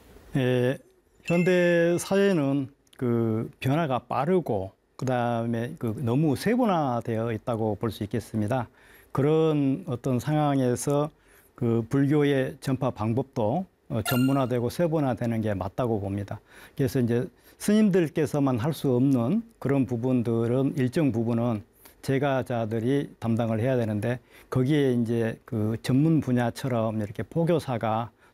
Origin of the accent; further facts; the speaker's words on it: Naju, South Jeolla, South Korea; 저는 고향은 전라남도 나주가 고향입니다.